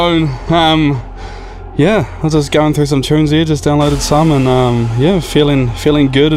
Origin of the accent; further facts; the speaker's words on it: Waikato, New Zealand; moved away; Stoked that we're now broadcasting in my hometown.